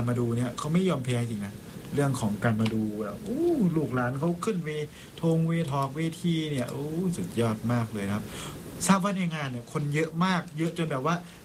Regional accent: Isan, Thailand; คนไทยเราโดยเฉพาะชาวอีสานเนี่ยจะรักในวัฒนธรรมความเป็นบ้านเกิดของเราขนาดน

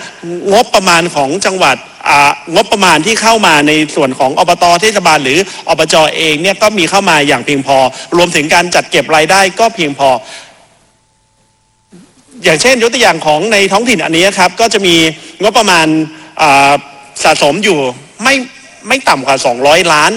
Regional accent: Samut Sakhon, Thailand; ผมเอามาจากจังหวัดสมุทรสาครของผมเอง

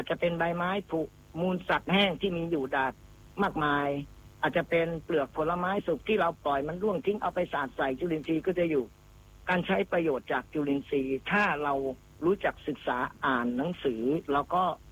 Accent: Phichit, Thailand; born there; now in Bueng Samakkhi, Kamphaeng Phet, Thailand; เกิดที่จังหวัดพิจิตรแต่ว่าณปัจจุบันเนี่ยยึดที่นี่ว่าสถานบ้านช่องบ้านเลขที่75หมู่3บ้านวัดใหม่ตำบลบึงสามัคคีอำเภอบึงสามัคคีจังหวัดกำแพงเพชร

